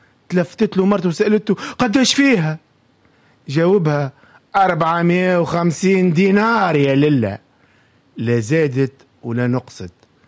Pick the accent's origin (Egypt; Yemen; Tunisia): Tunisia; احنا تونسي